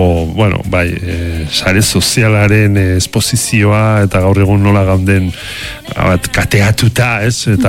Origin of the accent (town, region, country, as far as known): Zarautz, Basque Country, Spain